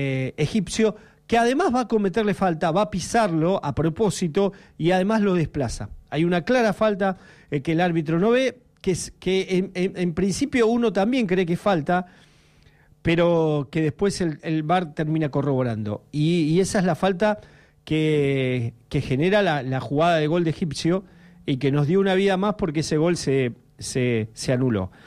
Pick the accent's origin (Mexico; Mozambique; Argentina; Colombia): Argentina